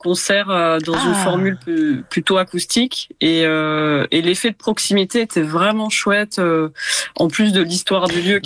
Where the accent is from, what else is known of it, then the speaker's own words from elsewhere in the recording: Ramatuelle, Provence-Alpes-Côte d'Azur, France; En fait, j'ai un lien assez fort avec Ramatuel, donc là où j'ai grandi, parce que toute ma famille est là.